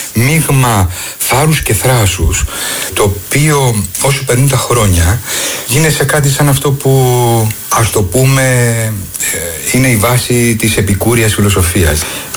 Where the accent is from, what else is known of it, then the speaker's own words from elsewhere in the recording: Rhodes, South Aegean, Greece; born there; Γεννήθηκα στη Ρόδο εκ παραδρομής.